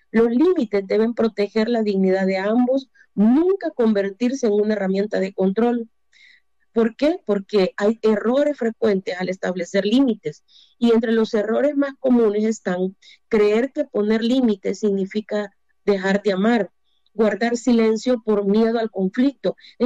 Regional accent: San Salvador, El Salvador; moved away as an adult; now in San Miguel, El Salvador; Cuando yo me casé, me vine para acá, para el lado de Oriente, San Miguel. Yo crecí toda mi vida en San Salvador, pero mi familia es del lado de Occidente.

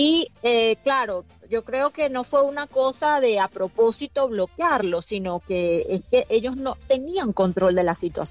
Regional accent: Caracas, Capital District, Venezuela; now in Boston area, United States; Yo crecí en Caracas y La Guaira, que fue la zona más afectada, es un lugar donde los caraqueños vamos para un día de playa

